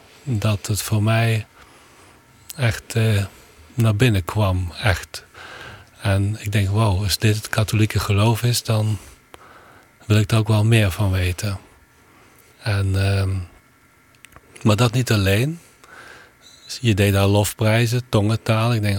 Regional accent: Landgraaf, Limburg, Netherlands; ik kom uit Landgraaf. Dat ligt in de buurt van Heerlen, Kerkrade.

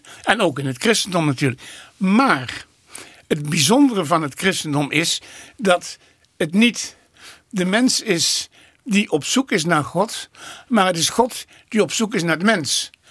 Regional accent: Venlo, Limburg, Netherlands; En dus in het stadje Venlo, waar ik geboren ben en getogen ben.

